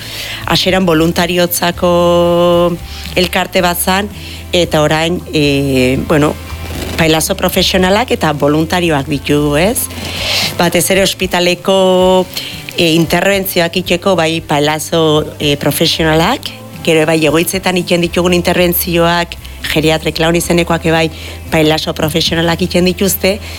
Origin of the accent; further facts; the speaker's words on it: Errenteria, Basque Country, Spain; ni horretakoa, errenteikoa naz.